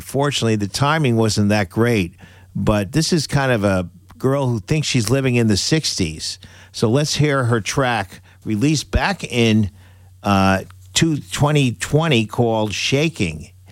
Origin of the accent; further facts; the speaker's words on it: Kingston, New York, United States; I was born and raised only 7 miles from that house. I was born in Kingston, right across the river there from Saugerties.